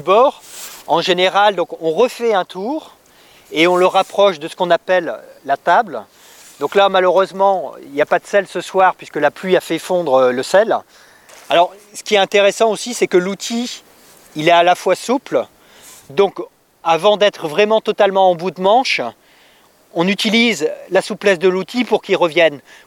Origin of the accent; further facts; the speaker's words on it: Brittany, France; Non, je suis originaire du Finistère.